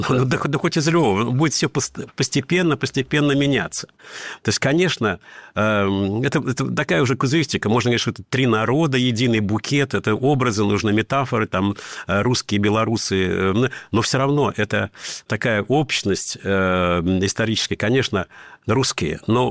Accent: Dagestan, Russia; В России я дагестанец, а в мире я русский.

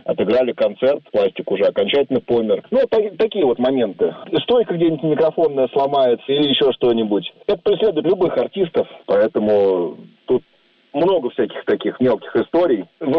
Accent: Moscow, Russia; Собираем в Можайске обычно несколько больше народу, чем у себя на родине в Москве.

